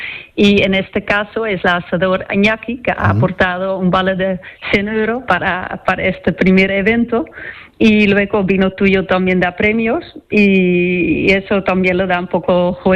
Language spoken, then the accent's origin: Spanish; Netherlands; Spanish is a second language; moved away as an adult; now in Málaga, Spain; yo soy holandesa